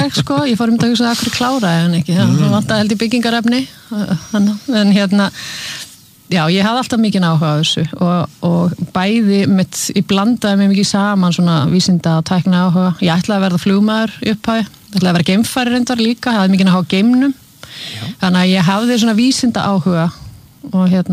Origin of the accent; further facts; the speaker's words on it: Húsavík, Northeastern Region, Iceland; Já Ég er frá Húsavík Fóreldra minni frá Akureyri og Húsavík